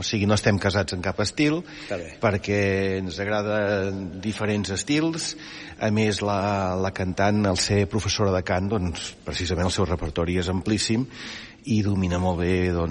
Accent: Banyoles, Catalonia, Spain; Jo sóc de Banyoles.

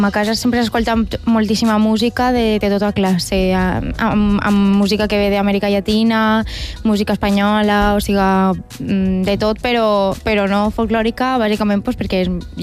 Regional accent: Oliva, Valencian Community, Spain; born there; al meu poble es canten al Baix, que són estos cants improvisats per a les falles

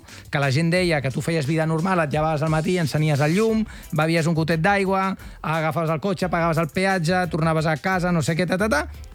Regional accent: Catalonia, Spain; I com a català, i aquí em poso solemne

